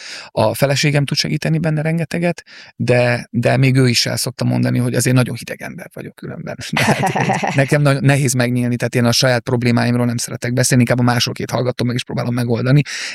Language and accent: Hungarian; Hungary; also born or lived in Moscow, Russia; ugye én egy örmény származású fiatalember vagyok, most már nem vagyok fiatalember. Én Moszkvába születtem, ugye a Szovjetunióban, szüleim így jöttek Magyarországra, itt kaptak egy munkalehetőséget